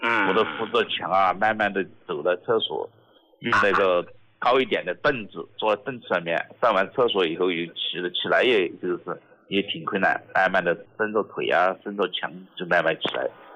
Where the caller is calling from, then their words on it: Nantong, Jiangsu, China; 我来自江苏南通的，今天和给你通上电话也很激动，也很兴奋